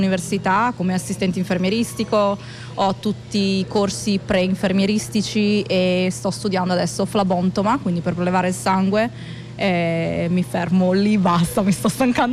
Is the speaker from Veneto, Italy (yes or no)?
yes; Vicenza, Veneto, Italy; also born or lived in Maryland; Poi io sono vicentina, nata vicino a Venezia, nata sempre a Sottomarina, Jesolo, il mare, la mia vita.